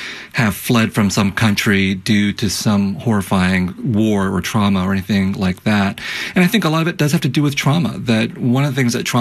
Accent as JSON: {"language": "English", "country": "United States", "tie": "born or raised there", "also_born_or_lived": "Vietnam", "said": "I was growing up in the United States in the 70s and 80s"}